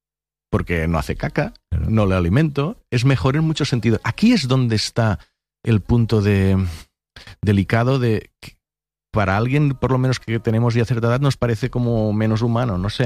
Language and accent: Spanish; Catalonia, Spain